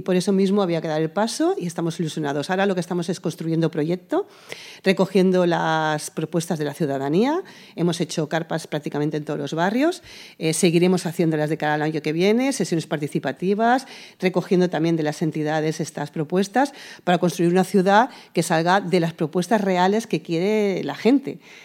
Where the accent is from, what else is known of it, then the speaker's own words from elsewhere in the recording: Castelldefels, Catalonia, Spain; una vecina más, que se ha criado en Castilldefels, que ha tenido negocio en Castilldefels, que ha criado a su hija en Castilldefels y que yo vivo en Castilldefels y vivo mi ciudad.